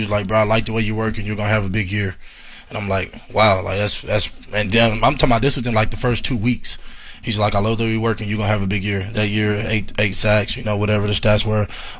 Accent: Gulfport, Mississippi, United States; moved away; growing up in Gulfport, Mississippi

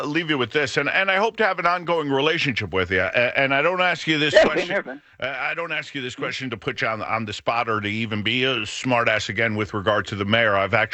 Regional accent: Morris Cove, Connecticut, United States; born and raised in Morris Cove, that carousel is right down the street from where, you know, where I came up.

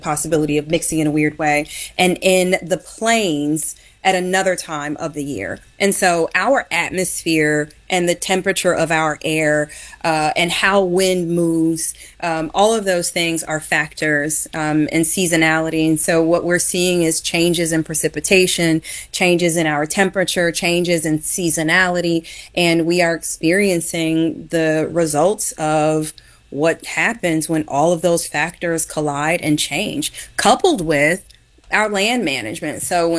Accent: Chicago, Illinois, United States; it was super cool growing up in Chicago in the 90s.

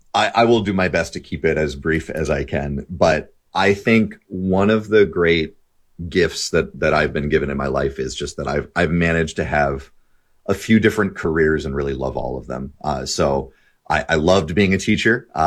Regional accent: Minneapolis, Minnesota, United States; now in St. Paul, United States; So I live in St. Paul, Minnesota with my wife and my four kids. I'm a lifer. I grew up in the Minneapolis side of the river and then moved over here about 15 years ago.

